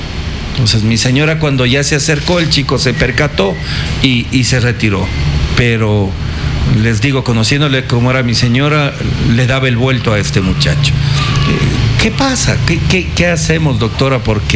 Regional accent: Ecuador; quienes como ecuatorianos vivimos en este país

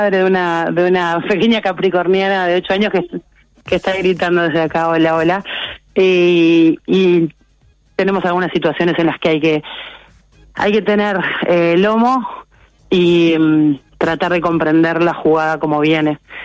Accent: Uruguay; Soy uruguaya

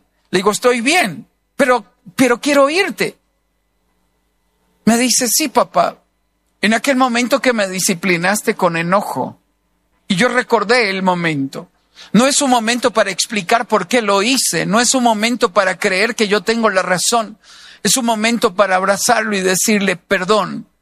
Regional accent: Costa Rica; somos de Costa Rica

